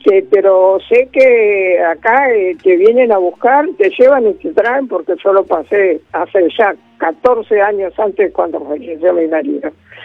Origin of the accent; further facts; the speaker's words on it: Buenos Aires, Argentina; born there; now in Mar de Ajó area, Argentina; Mire que yo nací en Palermo y conozco varios sanatorios y clínicas